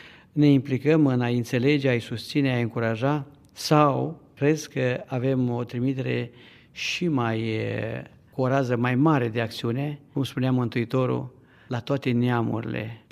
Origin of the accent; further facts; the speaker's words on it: Romania; moved away; noi ca români, cum spuneam, pentru că suntem la distanță de țara noastră dragă, de părinții noștri, de familiile pe care le-am lăsat acolo